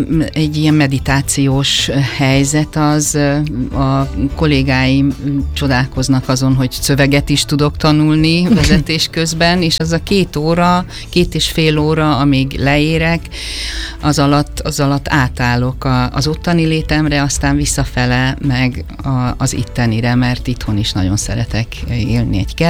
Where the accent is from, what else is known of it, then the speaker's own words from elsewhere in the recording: Tököl, Pest, Hungary; born there; Tökölön élek, ahol születtem, és ahol a testvéreim is laknak, ingázom Debrecen és Tököl között.